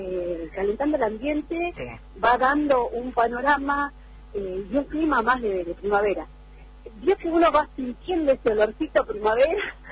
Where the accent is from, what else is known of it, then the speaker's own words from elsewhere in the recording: Jujuy, Argentina; como provincia, como ciudadanos jujeños